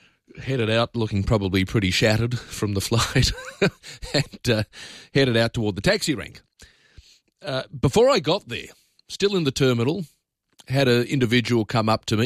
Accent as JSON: {"language": "English", "country": "Australia", "said": "I mean, I'm an Australian and I've been around a bit."}